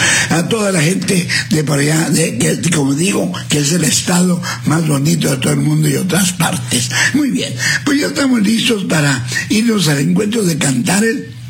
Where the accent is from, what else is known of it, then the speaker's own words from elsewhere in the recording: Monclova, Coahuila, Mexico; moved away; yo soy de Monclova, yo soy de Monclova.